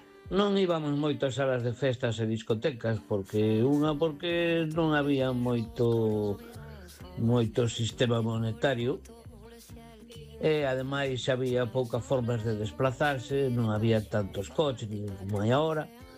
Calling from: A Coruña, Galicia, Spain; Boas noites … de Coruña.

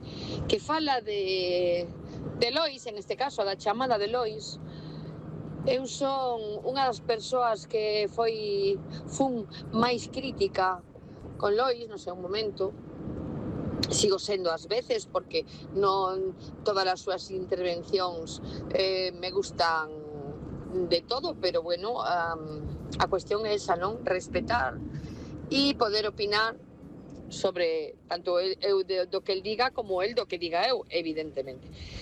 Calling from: Vigo, Galicia, Spain; A ver, boas noites

